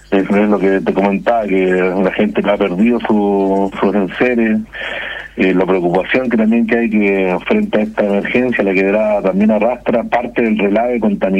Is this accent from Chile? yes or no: yes; Andacollo, Coquimbo, Chile; en comuna donde yo nací, que es Andacoyo